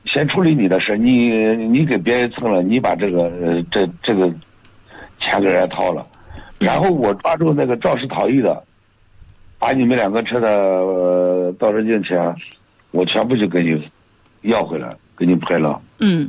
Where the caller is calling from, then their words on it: Yongji, Shanxi, China; 我是永济的。